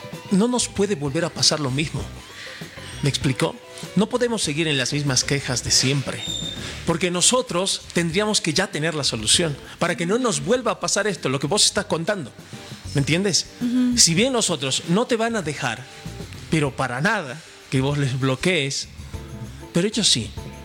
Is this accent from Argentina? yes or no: no; Bolivia